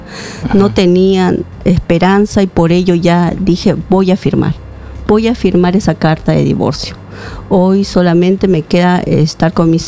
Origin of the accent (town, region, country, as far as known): Pasco, Peru; moved away as an adult; now in Lima, Peru